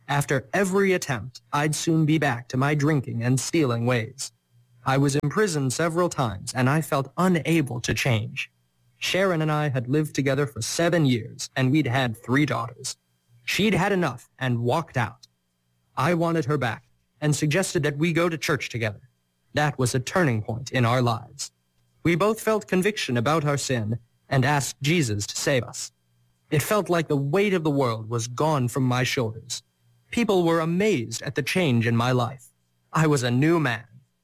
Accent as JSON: {"language": "English", "town": "Windsor", "region": "Ontario", "country": "Canada", "tie": "born there", "said": "I was born in Windsor, Ontario, in Canada."}